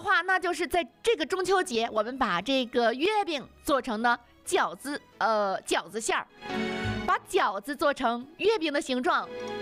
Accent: China

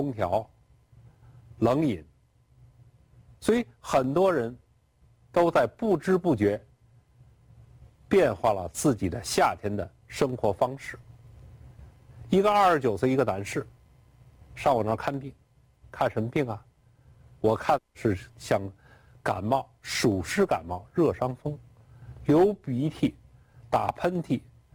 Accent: Beijing, China; 我记得我小时候在北京四合院

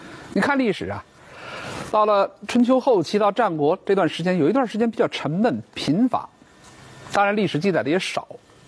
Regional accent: China; 我们中国人

